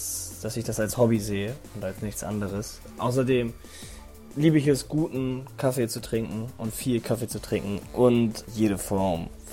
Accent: Hamburg, Germany; Ich komme aus dem wunderschönen Hamburg.

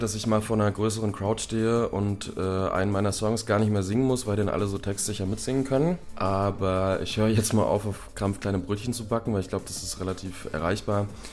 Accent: Magdeburg, Saxony-Anhalt, Germany; ich bin 27 Jahre alt, geboren und aufgewachsen in Magdeburg.

